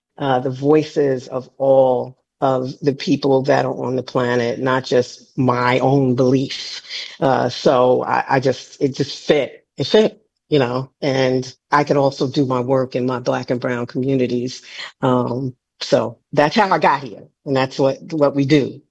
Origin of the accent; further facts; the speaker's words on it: East Orange, New Jersey, United States; I'm from East Orange, New Jersey. So, you know, I've been around this stuff a long time.